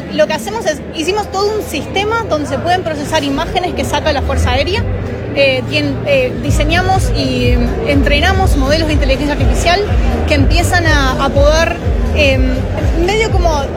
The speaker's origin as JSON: {"language": "Spanish", "region": "Montevideo", "country": "Uruguay", "said": "soy de Montevideo, tengo 35 y estudio ingeniería en sistemas."}